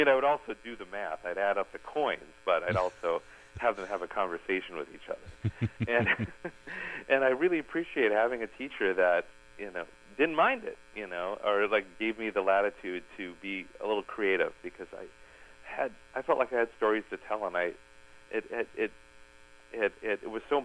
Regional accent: Hastings, Minnesota, United States; also born or lived in Waconia / Jonathan / Owatonna; I was born in Waconia, Minnesota. Didn't spend much time there, but my family moved around through southeastern Minnesota. I lived in a community called Jonathan, which is now part of Chaska, and then Owatonna, and then finally Hastings.

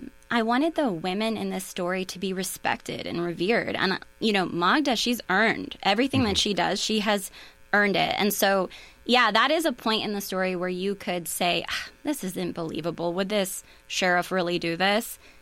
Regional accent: Nisita, Wisconsin, United States; It's definitely based on my hometown, or I would say loosely based on my hometown, which is Nisita, Wisconsin, where I grew up, which has quite a bit of its own lore.

